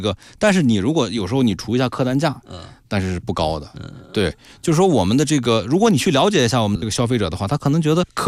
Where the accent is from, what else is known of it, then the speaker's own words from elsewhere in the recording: China; 我们中国人有句话叫做"来都来了"